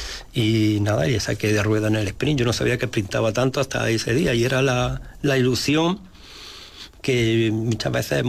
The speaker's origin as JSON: {"language": "Spanish", "town": "Alhendín", "region": "Andalusia", "country": "Spain", "tie": "born or raised there"}